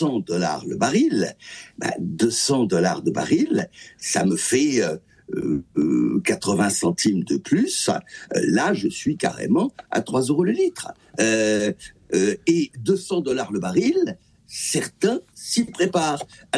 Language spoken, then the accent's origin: French; South-West, France